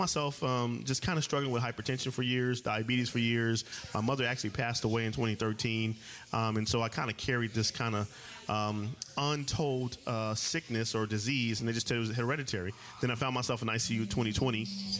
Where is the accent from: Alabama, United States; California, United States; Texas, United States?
California, United States; Pomona; now in Temecula, United States